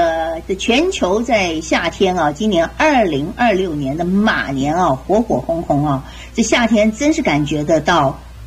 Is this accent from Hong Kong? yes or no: no; Taiwan; now in Toronto, Canada; 因为我小时候在台湾